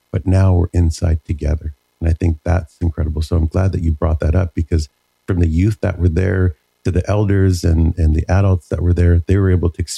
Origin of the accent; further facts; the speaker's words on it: Vancouver, British Columbia, Canada; you know, from where I've come from and growing up in Vancouver